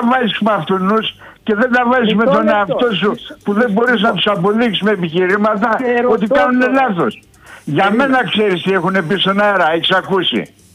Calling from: Platamonas, Central Macedonia, Greece; είμαι από τον Πλαταμόνα.

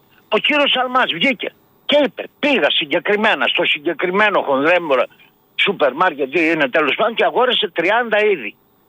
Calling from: Greece

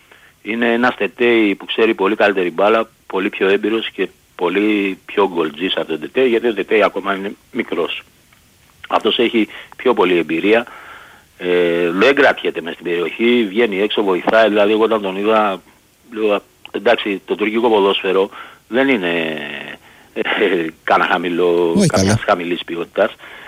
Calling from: Piraeus, Attica, Greece

